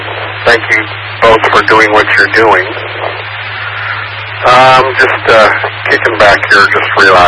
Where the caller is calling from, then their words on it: El Dorado Hills, California, United States; … in El Dorado Hills, California, near Sacramento.